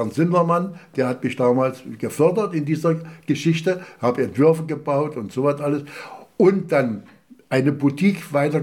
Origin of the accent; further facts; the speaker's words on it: Bernau, Brandenburg, Germany; ich bin ja aus Bernau herausgenommen worden, weil meine Qualifikation für Bernau viel zu hoch war.